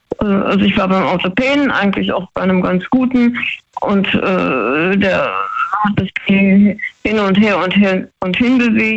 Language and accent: German; Baden-Württemberg, Germany; Bei Freiburg, kurz gesagt.